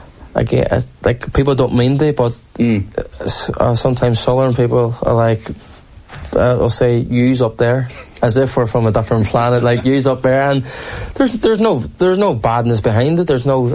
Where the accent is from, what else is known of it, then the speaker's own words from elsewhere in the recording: Ireland; I'm just as Irish as you are.